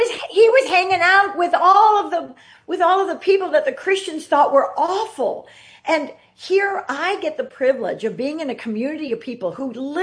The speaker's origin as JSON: {"language": "English", "town": "Chicago", "region": "Illinois", "country": "United States", "tie": "born or raised there", "moved": "as an adult", "lives_now": "Los Angeles, United States", "said": "I grew up in Chicago, and I came to L.A. to go to USC"}